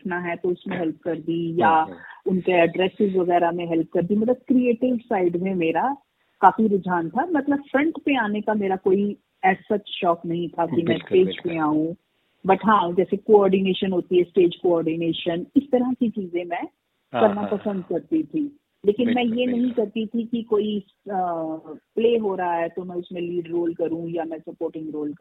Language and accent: Hindi; Delhi, India; और मैं दिल्ली से हूँ। मेरी स्कूलिंग और कॉलेज सारी स्टडीज मेरी दिल्ली से ही हुई है।